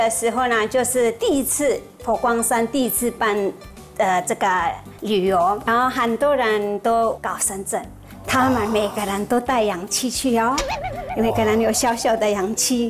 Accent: Ladakh, India; 是是，我坐车到差不多7-8个小时，才会到我的故乡这个地方。

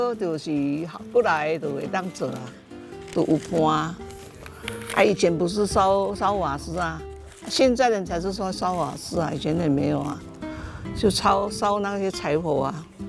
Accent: northern Taiwan, Taiwan; 我们北部客家人是没有这种的啦，北部客家人的习俗跟闽南人就差不多

